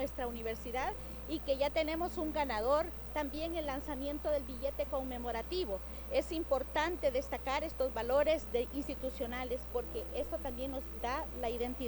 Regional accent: Honduras; Como hondureños, en cualquier lugar donde estemos, debemos honrar esta patria.

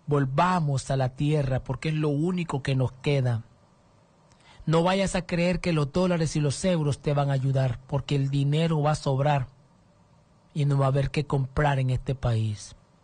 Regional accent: Honduras; Mi pueblo, soy hondureño. Soy catracho 100%.

